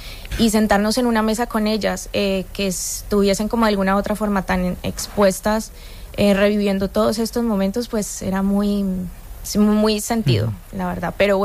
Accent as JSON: {"language": "Spanish", "country": "Colombia", "said": "Sí, soy colombiana, pero no tengo, o sea, no tengo historias cercanas."}